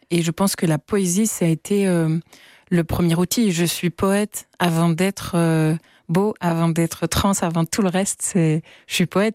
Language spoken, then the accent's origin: French; Verviers, Wallonia, Belgium; now in Brussels, Belgium; moi je viens de Verviers